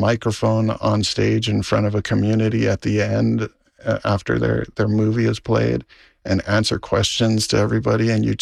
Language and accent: English; Maui, Hawaii, United States; born or raised there